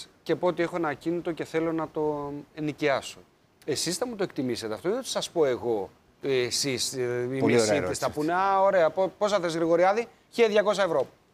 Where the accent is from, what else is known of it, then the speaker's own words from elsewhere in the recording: Aridaia, Central Macedonia, Greece; moved away; also born or lived in Thessaloniki; Το πατρικό στην Αριδαία έχω.